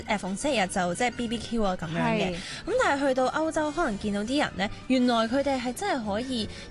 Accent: Hong Kong; born there; 因為我哋喺香港或者亞洲地方成長咧

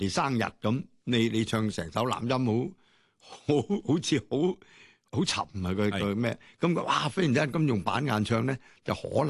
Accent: Guangdong, China; 因为我哋广东人咧。叫嗰个系轻拍，叫做钉噶嘛，

